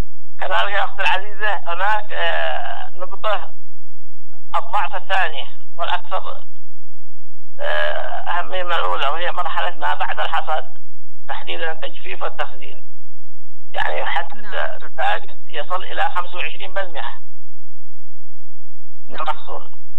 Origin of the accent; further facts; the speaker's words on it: Yemen; عندنا في اليمن